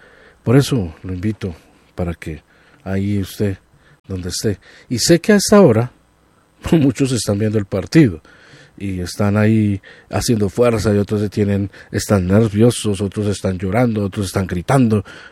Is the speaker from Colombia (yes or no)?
yes; Colombia; born there; somos colombianos. Nacimos en esta bella tierra, en esta hermosa nación